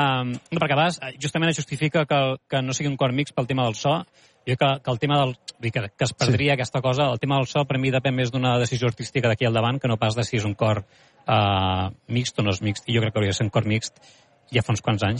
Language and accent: Catalan; Catalonia, Spain; com a catalans